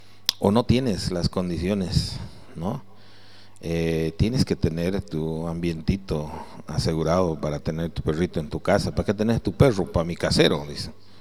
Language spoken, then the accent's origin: Spanish; Bolivia; así somos los bolivianos